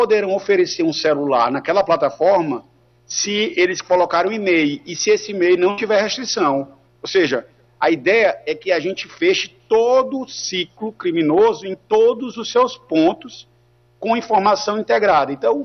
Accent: Piauí, Brazil; no estado de onde vim, no Piauí

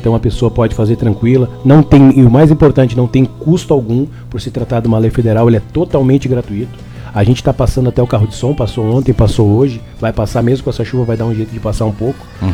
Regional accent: Araranguá, Santa Catarina, Brazil; Somos de Araranguá.

